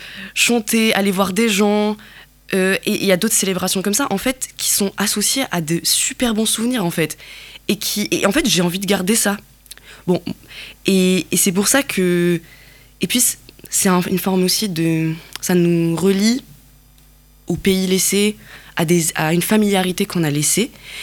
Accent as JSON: {"language": "French", "region": "Kabylie", "country": "Algeria", "tie": "born or raised there", "moved": "yes", "said": "donc je suis kabyle, j'ai grandi en Algérie et je suis amazir, comme je suis kabyle, et aussi, j'ai vécu la migration, en fait."}